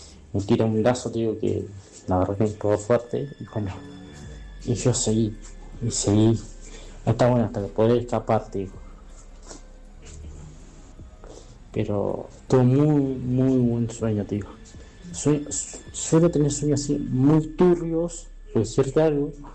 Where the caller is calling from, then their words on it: Argentina; soy de Argentina.